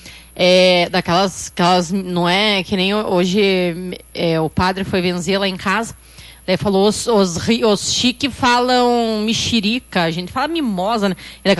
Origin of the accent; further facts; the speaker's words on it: Brazil; a gente é brasileiro.